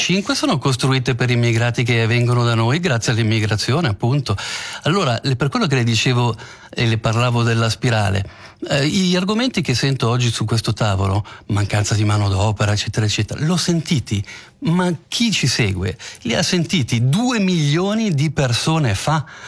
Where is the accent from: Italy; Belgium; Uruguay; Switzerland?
Switzerland; la nostra Svizzera, il paese che amiamo